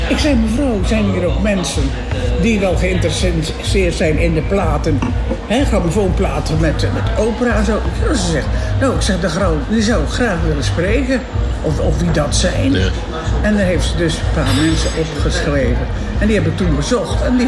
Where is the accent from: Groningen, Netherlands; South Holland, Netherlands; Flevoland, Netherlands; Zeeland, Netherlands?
Zeeland, Netherlands; Goes; moved away as an adult; also born or lived in Bussum; now in Soest, Netherlands; ik kom uit Goes.